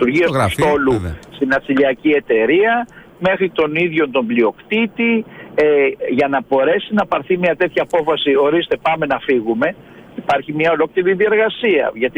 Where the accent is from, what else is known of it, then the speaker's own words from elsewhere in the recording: Greece; εμείς ως Έλληνες